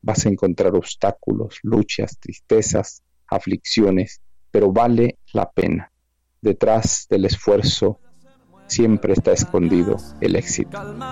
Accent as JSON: {"language": "Spanish", "region": "Mexico City", "country": "Mexico", "tie": "born there", "said": "Yo nací en una de las colonias más conflictivas hasta hoy de la Ciudad de México, la delegación Iztapalapa"}